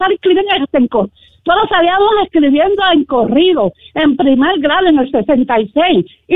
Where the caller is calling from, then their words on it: Ponce, Puerto Rico; yo soy de la playa de Ponce.